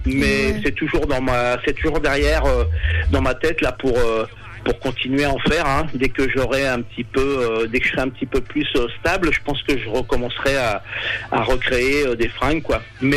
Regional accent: Étampes, Île-de-France, France; dans mon bled à Étampes, en banlieue de Paris

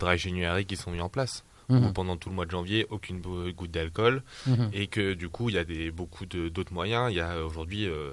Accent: Normandy, France; moi je suis normand

